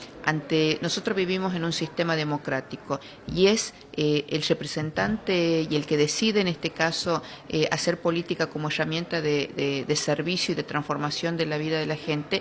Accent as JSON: {"language": "Spanish", "country": "Argentina", "said": "es volver a la esencia de lo que somos los argentinos."}